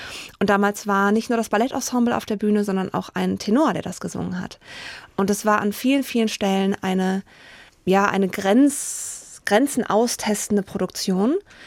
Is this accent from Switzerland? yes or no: no; Berlin, Germany; moved away as an adult; also born or lived in Leipzig; now in Hesse, Germany; Ja, ich komme ursprünglich aus Berlin.